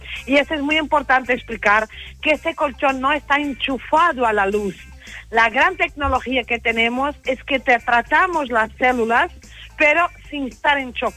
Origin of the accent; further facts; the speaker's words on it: Portugal; yo soy portuguesa, sí.